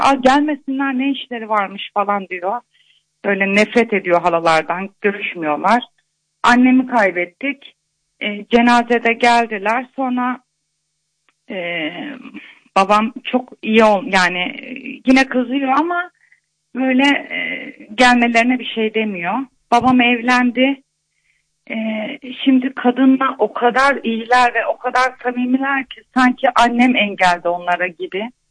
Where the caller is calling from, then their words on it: Eskişehir, Turkey; Ben Eskişehir'den arıyorum.